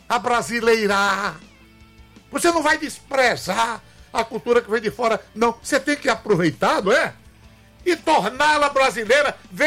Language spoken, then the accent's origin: Portuguese; Brazil; eu sou brasileiro